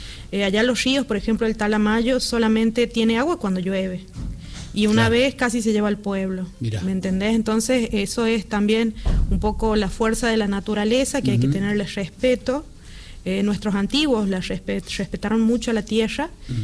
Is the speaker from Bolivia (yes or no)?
no; Colpes, Catamarca, Argentina; moved away; ese es mi pueblo. Y es el pueblo más bonito y tiene el agua más dulce del mundo.